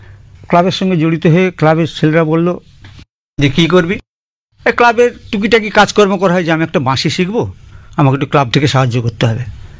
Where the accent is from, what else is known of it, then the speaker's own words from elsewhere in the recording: Kakdwip, West Bengal, India; born there; আমার বাড়ি কাকদ্বীপ, 14 নম্বর ঢোলা থানা, রবীন্দ্র অঞ্চল।